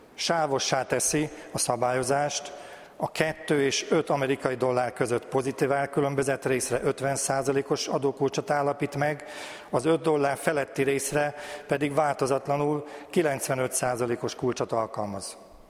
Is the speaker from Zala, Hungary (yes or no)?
yes; Gellénháza, Zala, Hungary; Az alajdombok között, a nagylengyeli olajmezőbány eszeti központjában, Gellénházán nőttem fel. A telkünkről nap mint nap láttam a hatalmas ezüstös olajtartályokat, a szomszéd telken működő olajhimbát